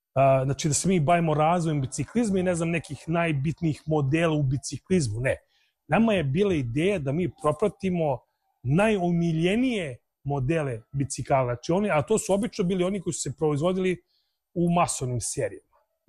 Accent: Serbia; mi smo svašta prošli kao narod, ne samo mislim mi kao Srbi, nego bukvalno cela stara Jugoslavija je mislim prošla sve i svašta.

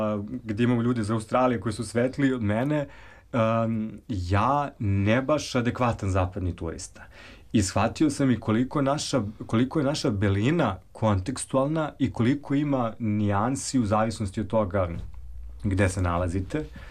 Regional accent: Serbia; Odakle ste, ja kad sam rekao Srbija, on je zastao

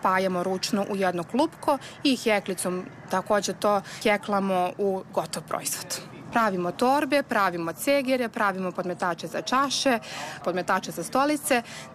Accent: Kraljevo, Raška District, Serbia; ja sam rodom iz Kraljeva, udata sam u mestu koje broji samo 700 stanovnika.

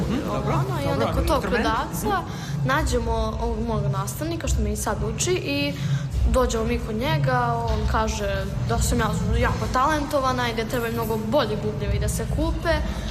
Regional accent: Čačak, Šumadija and Western Serbia, Serbia; imam 11 godina i dolazim iz Čačka.

